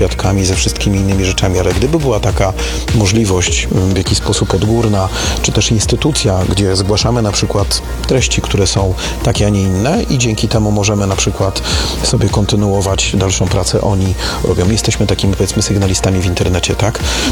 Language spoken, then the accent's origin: Polish; Radom, Masovian Voivodeship, Poland; Chociażby mem z mojego rodzinnego miasta, mem chytrej baby z Radomia.